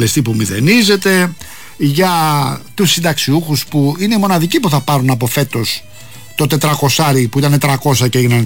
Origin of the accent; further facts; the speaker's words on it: Rafina, Attica, Greece; Αύριο γιορτάζει εκεί η Εκκλησία στη Ραφίνα, στην πατρίδα μου.